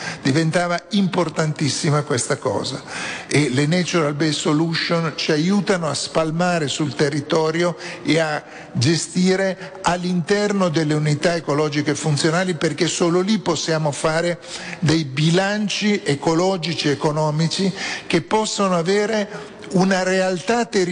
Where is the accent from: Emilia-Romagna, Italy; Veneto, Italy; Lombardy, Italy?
Emilia-Romagna, Italy; Rimini; sono di Rimini, e quindi capite bene che vengo da una realtà fortemente turistica e non certo naturale